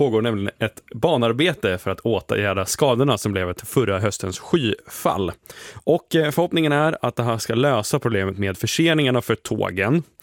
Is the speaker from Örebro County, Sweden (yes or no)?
no; Stockholm, Stockholm County, Sweden; Trots att jag är stockholmare.